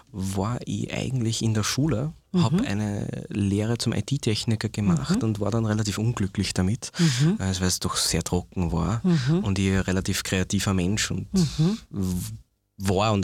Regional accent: Upper Austria, Austria; also born or lived in United States; Bin aus dem Salzkammergut eigentlich und dort auch aufgewachsen.

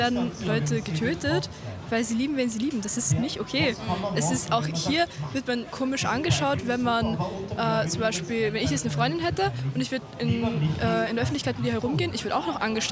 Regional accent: Styria, Austria; Also ich komme aus der Steiermark, ich merke es in der Steiermark

